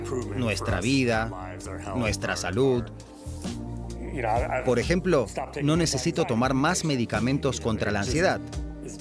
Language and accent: Spanish; London, United Kingdom; Spanish is a second language; tengo 22 años, estudio física e informática, nací y crecí en Londres